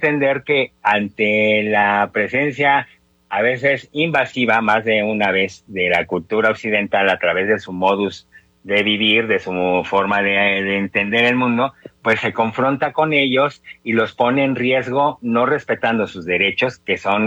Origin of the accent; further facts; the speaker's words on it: Mexico; Estos 68 grupos indígenas que habitan nuestro territorio o el territorio de México